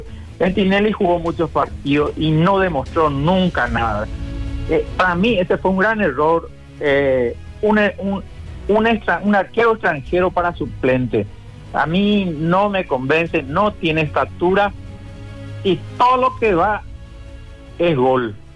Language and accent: Spanish; San Lorenzo, Central, Paraguay; soy de San Lorenzo, Bruno.